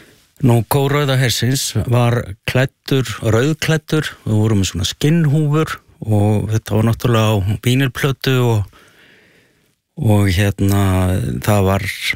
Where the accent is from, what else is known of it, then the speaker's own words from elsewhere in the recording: Helsinki, Uusimaa, Finland; Ég er fæddur í Finnlandi og er svona kaldastríðsbarn.